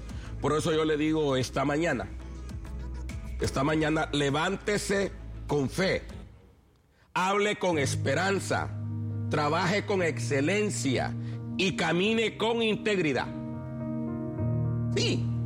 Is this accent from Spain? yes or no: no; Honduras; yo soy hondureño